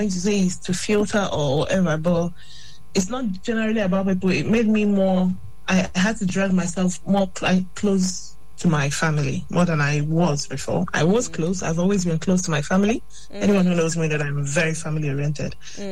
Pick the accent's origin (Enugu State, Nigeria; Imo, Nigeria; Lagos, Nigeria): Imo, Nigeria; moved away; because I'm from Imo State